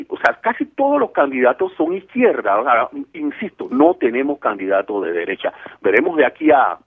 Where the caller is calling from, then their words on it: Panama